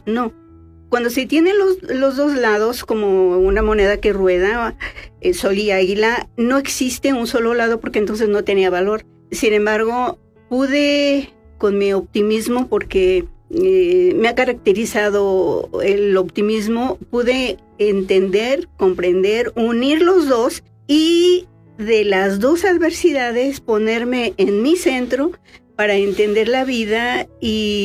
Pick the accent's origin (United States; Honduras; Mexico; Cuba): Mexico; La Reforma; born there; nací en la Reforma, en el municipio de la Reforma, el 1 de marzo de 1948.